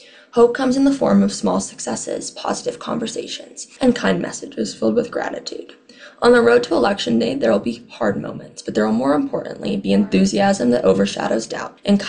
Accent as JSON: {"language": "English", "region": "Colorado", "country": "United States", "tie": "born or raised there", "also_born_or_lived": "Vancouver, Canada", "said": "I was born in Vancouver, Canada. My parents and I moved to the U.S. when I was about 2 years old. So I'm actually a lawful permanent resident. I am not a U.S. citizen. It's really interesting for me, especially because I've grown up here. I've lived in Colorado my whole life."}